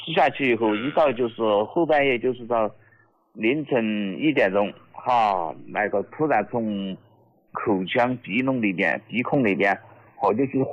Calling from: Chengdu, Sichuan, China; 我来自四川成都金堂县的，也是一个农民。

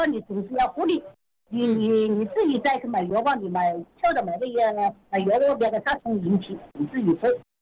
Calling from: Honghu, Hubei, China; 我是洪湖的，洪湖关前镇的。

